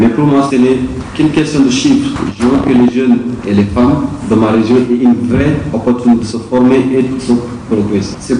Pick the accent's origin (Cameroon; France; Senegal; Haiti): Senegal; Bambali, Sédhiou; parce qu'il s'agit de ma terre natale.